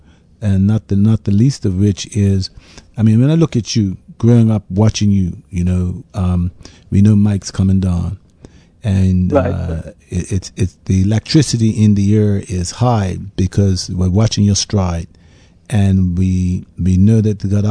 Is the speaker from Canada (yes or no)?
no; St. George's, Bermuda; He's very famous when we grew up in Bermuda.